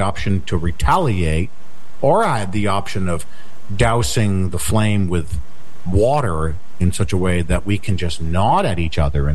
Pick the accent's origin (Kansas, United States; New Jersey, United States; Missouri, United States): New Jersey, United States; And I'm from New Jersey.